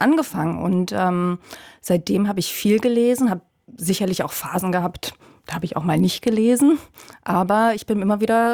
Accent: Dresden, Saxony, Germany; now in Berlin, Germany; ich komme aus Dresden ursprünglich.

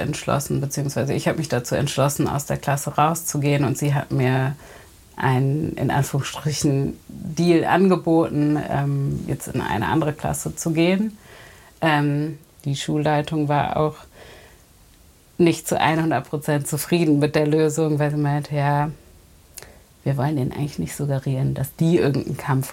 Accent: Germany

